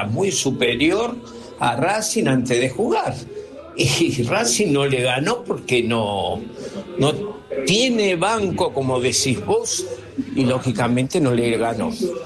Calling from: Buenos Aires, Argentina

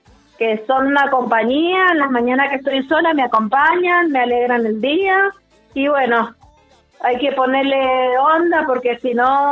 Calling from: Godoy Cruz, Mendoza, Argentina; de Godoy Cruz.

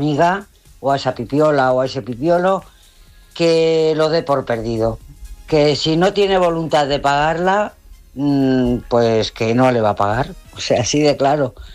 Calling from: Navalagamella, Community of Madrid, Spain; de Navalagamella.

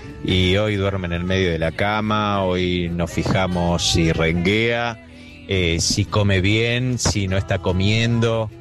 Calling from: Buenos Aires, Argentina; de Palermo.

